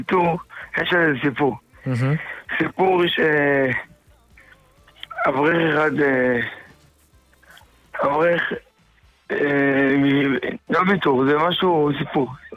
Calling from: Jerusalem, Jerusalem District, Israel; אני גר בירושלים

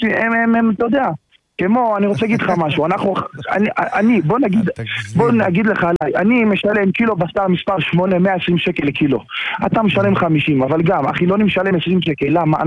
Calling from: Jerusalem District, Israel; ביתר וירושלים ובית שמש, שזה האזור שלי

